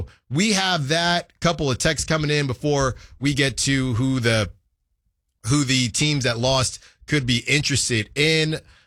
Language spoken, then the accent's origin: English; Concord, California, United States; You know, I'm from Concord.